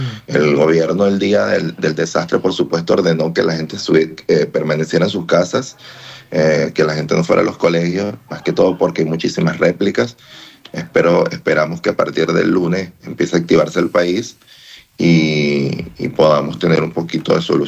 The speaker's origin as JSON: {"language": "Spanish", "country": "Venezuela"}